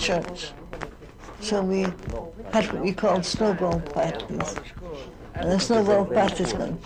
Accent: Scotland, United Kingdom; I come from Scotland, as you know, but my aunt.

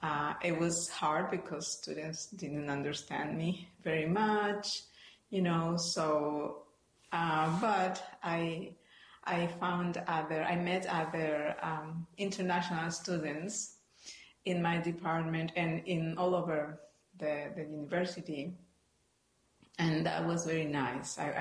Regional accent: Peru; moved away as an adult; now in Capital Region, New York, United States; I am originally from Peru. I am Spanish professor at Siena University. I lived in the U.S. for almost 30 years.

